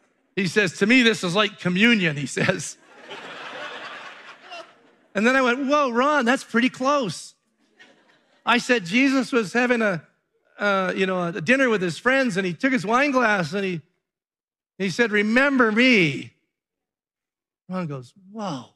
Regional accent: Alberta, Canada; I'm from Alberta.

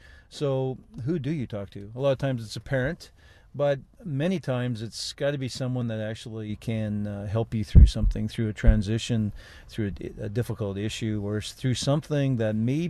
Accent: Kelowna, British Columbia, Canada; Well, I grew up in Kelowna, BC, the land of peaches and beaches. What a great place to grow up.

